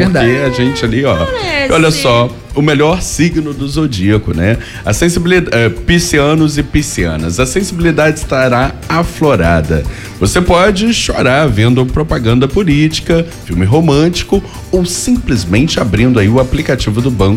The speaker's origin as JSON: {"language": "Portuguese", "region": "Rio de Janeiro", "country": "Brazil", "said": "Só porque o meu não, que eu sou do Leblon"}